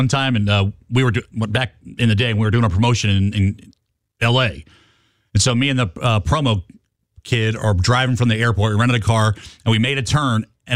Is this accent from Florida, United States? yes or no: yes; Florida, United States; I'm from Florida